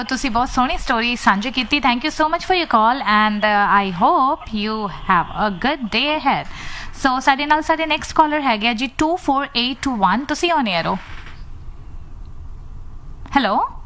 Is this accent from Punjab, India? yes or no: no; Kolkata, West Bengal, India; born there; ਸੋ ਮੈਂ ਆਪਣੀ ਗੱਲ ਦੱਸਦੀ ਜਦੋਂ ਮੈਂ ਛੋਟੀ ਹੁੰਦੀ ਸੀ ਮੇਰਾ ਬਰਥ ਵੈਸਟ ਬੰਗਾਲ ਕੋਲਕਾਤਾ ਦੇ ਲਾਗੇ ਹੋਇਆ.